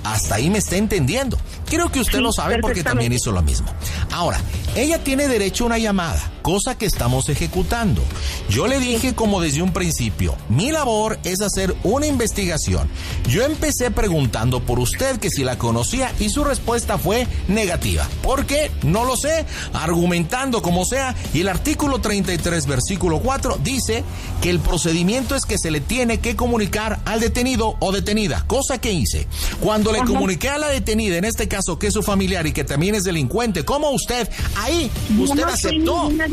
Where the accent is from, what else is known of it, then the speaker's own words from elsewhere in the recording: Nuevo León, Mexico; Criticando porque soy una persona nacida en Nuevo León. Soy regia, soy fuerte, soy contundente.